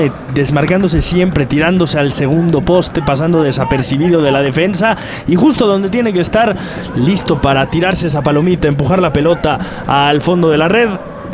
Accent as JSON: {"language": "Spanish", "country": "Mexico", "said": "a nosotros como mexicanos"}